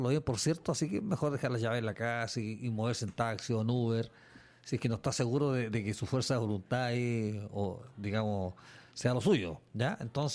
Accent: Chile

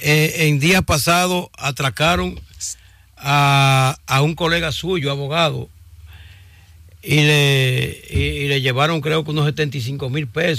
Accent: Bonao, Monseñor Nouel, Dominican Republic; yo soy un ciudadano de Bonao, un comunicador de Bonao

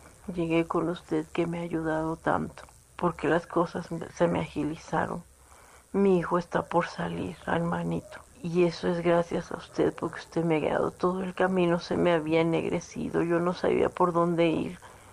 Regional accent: Mexico City, Mexico; nosotros somos de aquí de la Ciudad de México

